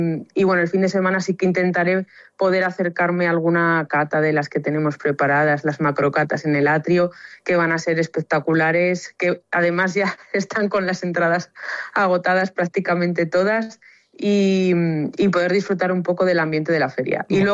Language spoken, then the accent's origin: Spanish; Salamanca, Castile and León, Spain; now in Zamora, Spain; Yo, como sabéis, soy de Salamanca, que lo he dicho muchas veces, y me vine ya a Zamora el lunes de la semana pasada.